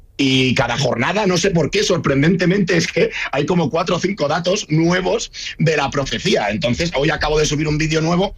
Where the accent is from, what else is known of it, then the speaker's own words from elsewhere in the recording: Alcalá de Henares, Community of Madrid, Spain; also born or lived in Málaga / Mota del Cuervo; Nacido en Málaga, es que soy una mezcla un poco rara. Nací en Málaga y me he criado toda la vida en Alcalá de Henares, en Madrid. Pero es que siempre ha sido mi pueblo al que venía todos los veranos con mi abuela y eso. Entonces, tengo ahí una mezcla un poquito rara